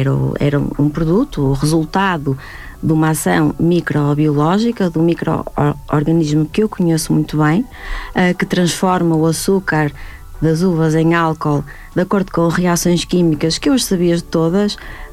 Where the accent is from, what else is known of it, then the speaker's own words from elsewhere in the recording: Braga, Norte, Portugal; venho de uma família relacionada com o vinho. Eu não nasci no meio da vinha, não fui criada no meio da vinha. Eu sou de Braga.